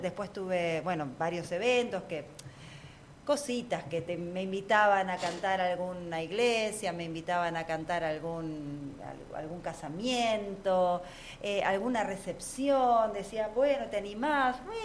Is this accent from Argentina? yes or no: yes; Monte Grande, Buenos Aires Province, Argentina; allá de donde soy yo, que soy de Monte Grande, el conurbano bonaerense.